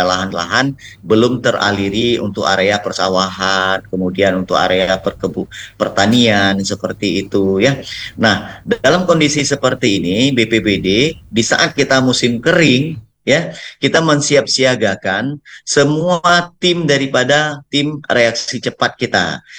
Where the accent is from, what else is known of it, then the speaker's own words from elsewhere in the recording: Aceh, Indonesia; kita orang Aceh